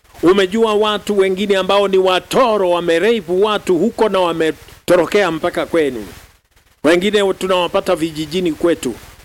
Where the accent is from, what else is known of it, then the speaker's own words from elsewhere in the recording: Kenya; Hata sisi wa Kenya tujihadhari.